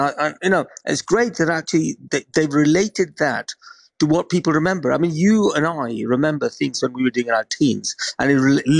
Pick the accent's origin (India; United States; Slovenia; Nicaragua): India; So when I grew up in India, and we used to go to church, and we used